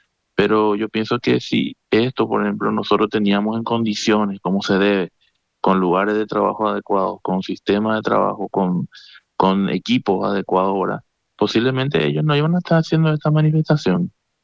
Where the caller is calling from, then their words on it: Limpio, Central, Paraguay; yo soy de Limpio